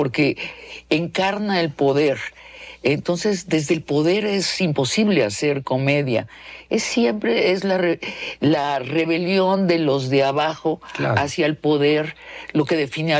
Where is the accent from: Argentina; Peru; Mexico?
Mexico; Porque como los mexicanos no tenemos aristocracia, no sabemos los...